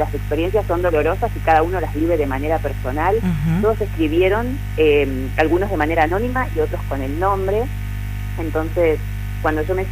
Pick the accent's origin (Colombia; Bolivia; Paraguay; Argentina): Argentina; Campo Grande, Río Negro; moved away; ir al balneario de Campo Grande, sí, grabarse en la chacra de los abuelos, ¿entendés? Vamos, me traigo un pedacito de mi pueblo acá, al cemento de la ciudad